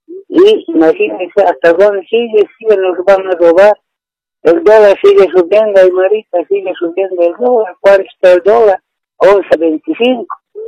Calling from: Cochabamba, Bolivia; Aquí te estoy llamando de Cochabamba, Valle Alto.

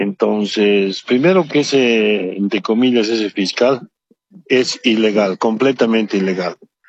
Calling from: El Alto, La Paz, Bolivia; de la Ciudad del Alto

